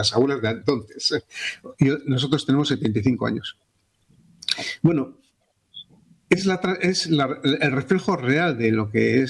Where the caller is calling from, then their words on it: Vitoria-Gasteiz, Basque Country, Spain; En Vitoria, donde yo vivo, bueno, ahora no estoy allí, pero Vitoria, donde yo vivo, tiene muchísimo musulmán donde se forman guetos